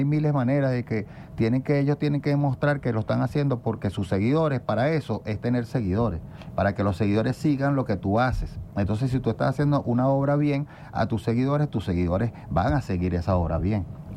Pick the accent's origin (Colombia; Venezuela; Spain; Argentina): Venezuela; llegó el momento de nosotros como venezolanos ponernos en película.